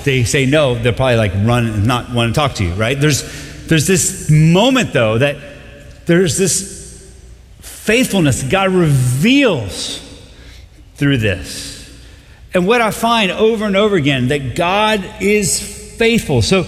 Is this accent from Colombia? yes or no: yes; Colombia; moved away; Growing up in Colombia, that's kind of a real thing.